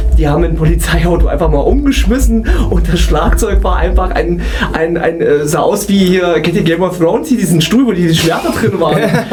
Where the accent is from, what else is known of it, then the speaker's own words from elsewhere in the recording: Mühlhausen, Thuringia, Germany; Ich komme aus Mühlhausen, Kulturfabrik, und Comedy geht da einfach extrem gut.